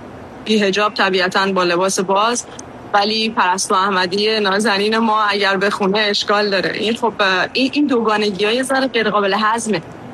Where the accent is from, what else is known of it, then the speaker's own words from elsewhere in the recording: southern Iran, Iran; ما که از جنوب اومدیم